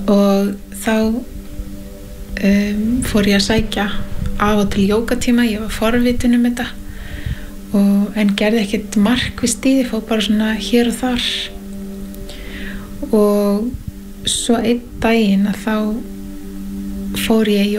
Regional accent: Northwestern Region, Iceland; Og ólst upp í Skagafirði og leið mín á staðin í dag sérst sem jógakennari og gongkennari

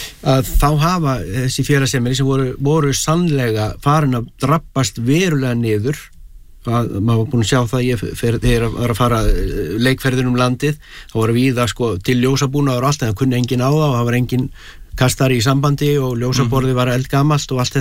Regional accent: Bíldudalur, Westfjords, Iceland; ég ólst upp á Bíldudal og það voru bíósýningar tvisvar í viku sko.

